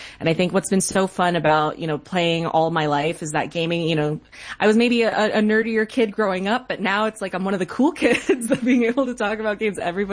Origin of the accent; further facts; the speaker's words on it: East Coast, United States; now in San Francisco, United States; So like I grew up on the East Coast. I live in San Francisco now